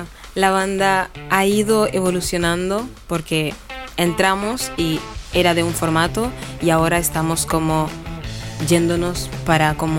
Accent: Haiti; now in Chile; soy yo de Haití

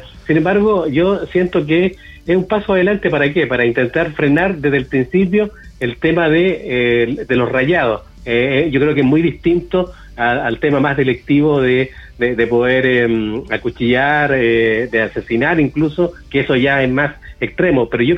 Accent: Chile

